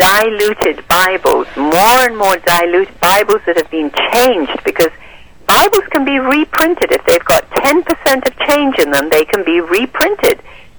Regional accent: India; And I remember when I was growing up in India, the milkman, who only had a cow or two

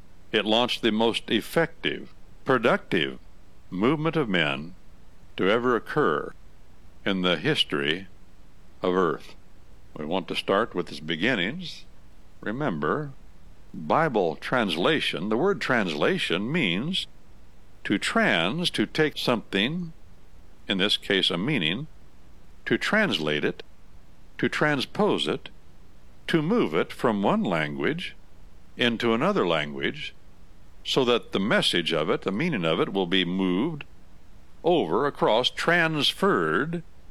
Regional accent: United States

